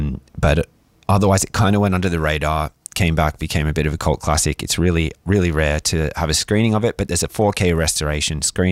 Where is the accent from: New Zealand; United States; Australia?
Australia; Sydney, New South Wales; now in Melbourne, Australia; I'm from Sydney